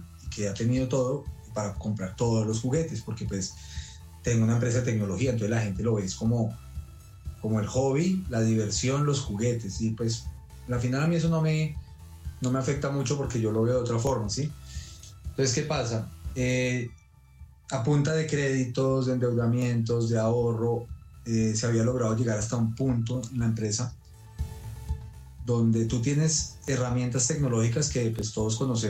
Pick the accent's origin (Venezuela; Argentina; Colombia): Colombia; nosotros como colombianos